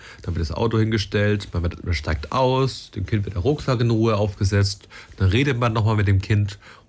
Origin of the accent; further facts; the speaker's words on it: Eltmann, Bavaria, Germany; born there; ich war auch in Eltmann auf der Schule.